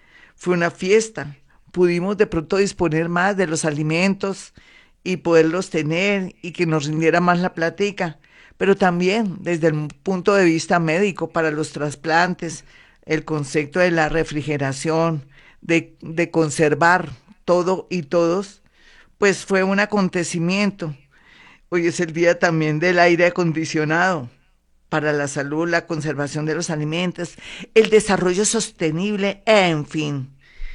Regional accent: Colombia; amamos a nuestra Colombia, apreciamos a nuestra Colombia, adoramos a Colombia

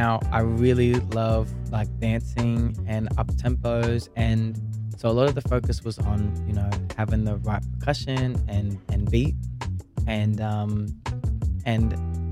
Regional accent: Gold Coast, Queensland, Australia; the Gold Coast, my hometown.

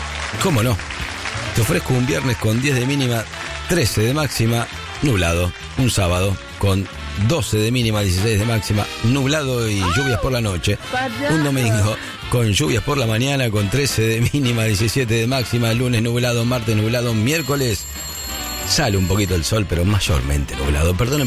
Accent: Argentina; No, soy argentino.

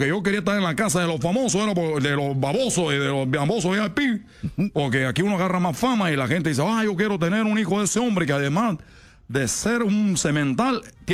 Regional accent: Cuba; No que yo soy cubano, mexicano cubano, porque se me da una que le va a pasar la cosa ahí.

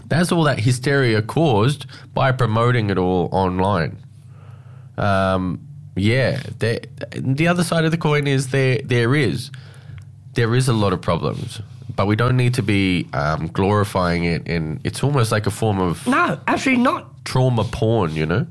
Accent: Alice Springs, Northern Territory, Australia

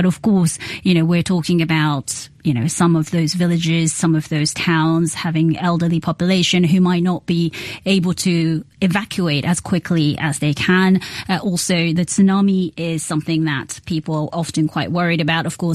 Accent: Japan; I remember growing up in Japan, even as a kid, you know, you get warned about a potential big one happening, especially across this region called Nankai Trough.

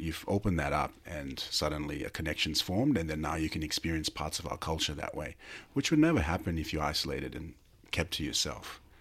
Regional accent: Mount Hagen, Western Highlands, Papua New Guinea; Growing up in Hagen as a kid

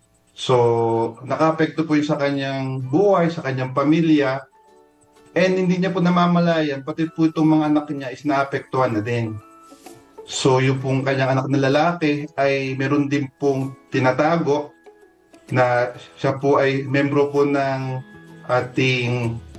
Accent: Cardona, Calabarzon, Philippines; kami po ay taga Cardonan, Binangonan.

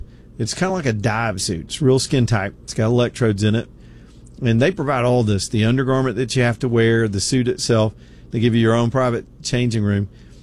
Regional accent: United States; It's just maybe it's because I'm too American.

